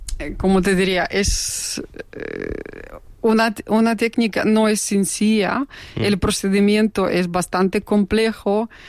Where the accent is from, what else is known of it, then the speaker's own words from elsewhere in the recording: Minsk, Belarus; Spanish is a second language; moved away as an adult; now in Spain; Yo soy de Bielorrusia, de capital, de Minsk.